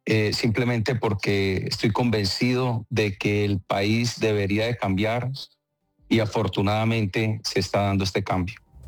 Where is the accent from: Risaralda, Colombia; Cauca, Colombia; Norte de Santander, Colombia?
Cauca, Colombia; Popayán; also born or lived in Cali; Yo soy caleño, pero a los 5 años me fui a vivir a Popayán. Mi padre me llevó a vivir a Popayán. Popayán, ciudad que me acogió, ciudad que amo, y diría yo, soy payanés y soy caleño.